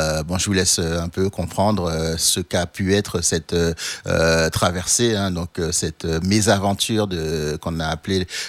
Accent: Haiti; moved away; je suis originaire d'Haïti

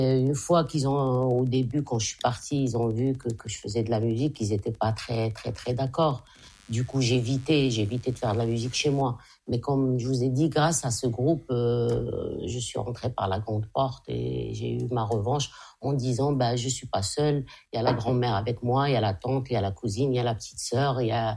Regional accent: Algeria; moved away; C'est ce qui m'a emmenée à monter ce groupe … parce que moi j'ai quitté l'Algérie jeune.

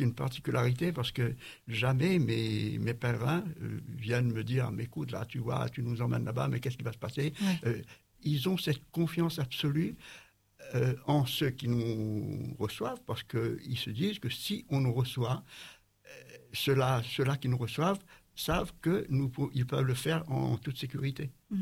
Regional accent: Réunion, France; Je suis réunionnais.

